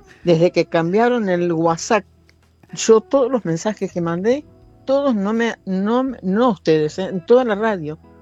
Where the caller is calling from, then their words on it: Quilmes, Buenos Aires Province, Argentina; de Quilmes.